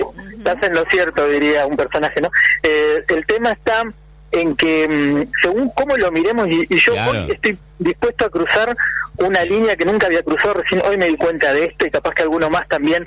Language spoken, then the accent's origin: Spanish; Argentina; como los argentinos somos así